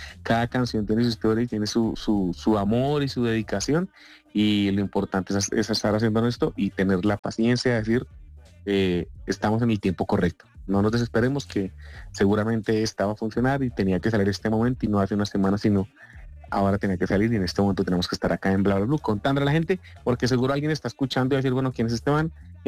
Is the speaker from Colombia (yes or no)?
yes; Bogotá, Colombia; Yo soy Rolo de esos orgullosos de mi querida Bogotá, pero amo representar a mi país.